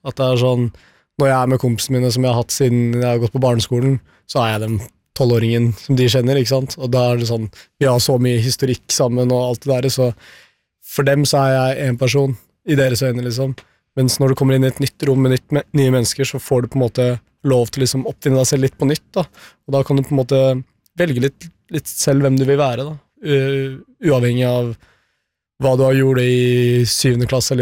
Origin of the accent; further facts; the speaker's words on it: Oslo, Norway; vi er jo fra Oslo på en måte